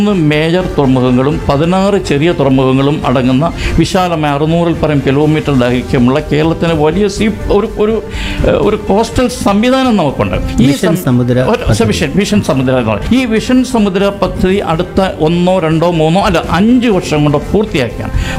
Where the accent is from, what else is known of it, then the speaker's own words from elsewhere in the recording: Kerala, India; ഞാൻ ഒരു ഇന്ത്യക്കാരനാണ്. അപ്പോൾ കേരളവും ഗോവയും ഒക്കെ തന്നെ എൻ്റെ നാട് തന്നെയാണ്.